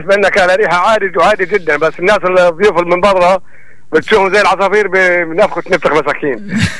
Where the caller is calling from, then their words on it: Jericho, West Bank, Palestine; عندنا بريحة